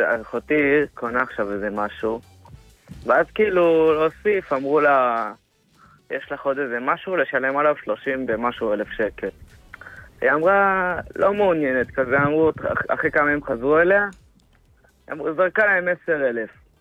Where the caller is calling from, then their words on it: Beitar Illit, Judea and Samaria Area, Israel; ביתר עילית.